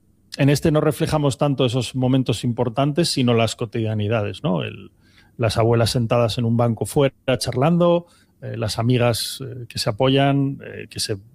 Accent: Asturias, Spain; todos los que somos de Asturias, como digo, y tenemos un pueblo o hemos tenido un pueblo al que acudir.

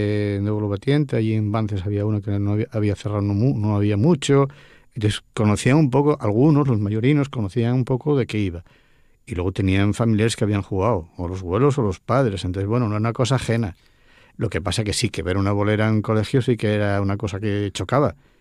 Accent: Villafría, Asturias, Spain; yo soy de Pravia, nací en un pueblo de Pravia, en Villafría, y en mi casa había chigre, y al lado del chigre estaba la bolera, claro.

